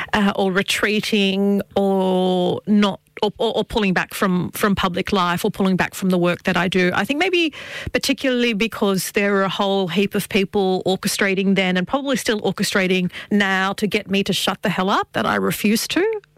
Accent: New South Wales, Australia; because I was, I was raised in Western Sydney at a time of the so-called War on Terror.

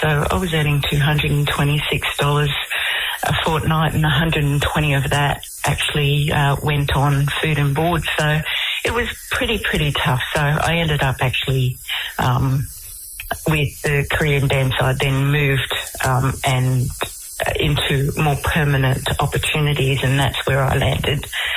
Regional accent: Weipa, Queensland, Australia; growing up in Weipa in Old Marpoon in Far North Queensland, my childhood was adventurous and it was fun.

